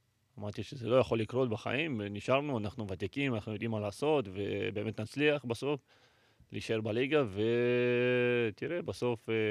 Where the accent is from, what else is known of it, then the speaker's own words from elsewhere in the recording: Nof HaGalil, Northern District, Israel; born there; עליתי לארץ בשנת 2000, אני... ב-2001 ישר הגעתי לנוף הגליל, לילדים בית ספר כדורגל, משם כאילו המשכתי את הכל, אתה יודע, כמו שאתה אומר, גם גדלתי ברחובות שם בנוף הגליל